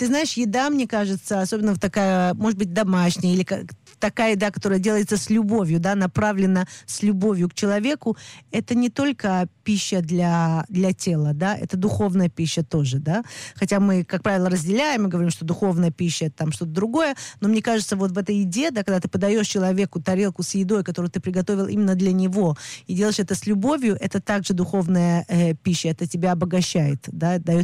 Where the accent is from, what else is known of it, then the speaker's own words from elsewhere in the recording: Moscow, Russia; Хотя мы приехали из Москвы, но у нас была семья, то есть родственники, которые жили в Узбекистане